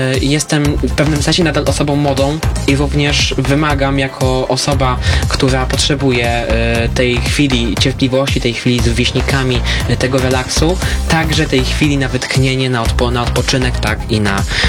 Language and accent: Polish; Łomża, Podlaskie Voivodeship, Poland; bo jestem Łomżyniakiem, wychowałam się w Łomży, tutaj się urodziłem, zatem uważam, że mimo wszystko to miasto cenię swoim takim szczególnym uczuciem, no bo jednak to jest moje miasto rodzinne